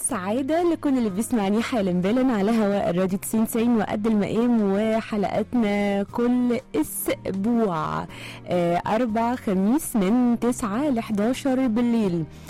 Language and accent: Arabic; Egypt; كلنا كمصريين